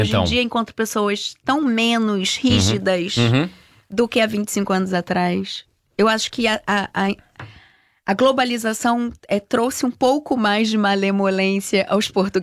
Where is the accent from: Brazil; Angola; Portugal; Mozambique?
Brazil; now in Europe